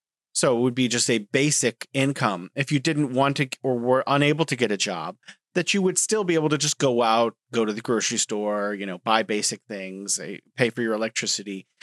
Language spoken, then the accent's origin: English; United States; I have to admit, as an American, the vast majority of our education for our K-12 students isn't very good.